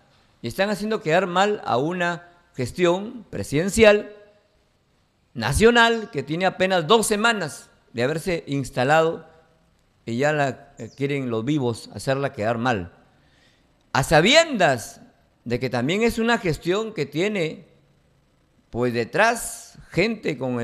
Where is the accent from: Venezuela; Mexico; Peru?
Peru; los que somos afectados somos todos los peruanos.